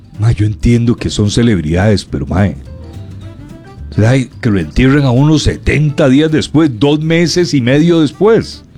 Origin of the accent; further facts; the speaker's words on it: Cartago, Costa Rica; now in Tibás, Costa Rica; yo necesito que a mí me velen un rato en Tibás, porque Tibás me adoptó cuando yo salí de Cartago, a mí me adoptó Tibás.